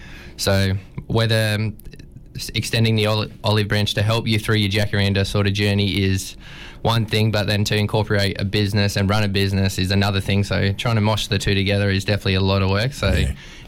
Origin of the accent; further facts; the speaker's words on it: Grafton, New South Wales, Australia; also born or lived in Kalgoorlie, Western Australia; I think I was about 3 months old, so I've been told. And, yeah, we moved to Grafton through a dust storm from Kalgoorlie